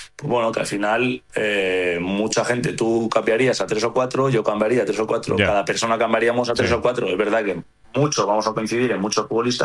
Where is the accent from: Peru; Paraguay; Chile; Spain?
Spain; Creo que me considero parte de ello, o sea, como español que me siento